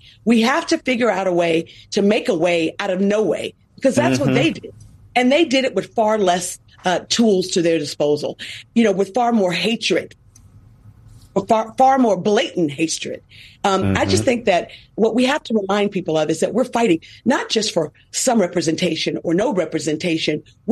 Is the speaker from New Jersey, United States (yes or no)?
no; Selma, Alabama, United States; Selma, my hometown